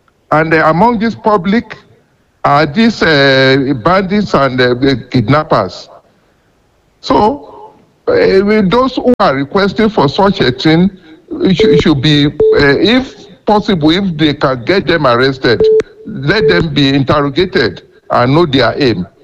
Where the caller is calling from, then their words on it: Akure, Ondo, Nigeria; I'm calling from Akure here.